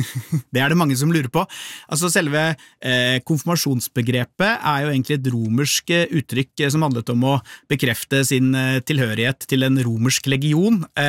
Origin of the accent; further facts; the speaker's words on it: Lier, Buskerud, Norway; i hvert fall der jeg vokste opp i Lier.